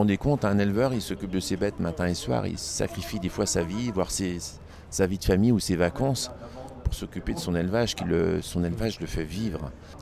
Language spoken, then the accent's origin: French; Grand Est, France; Je suis venu ici des Vosges. Je suis venu ici parler du loup